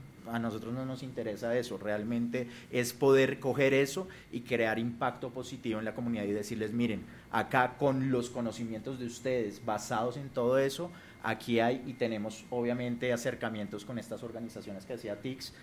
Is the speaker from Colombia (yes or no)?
yes; Colombia; que seamos orgullosos como colombianos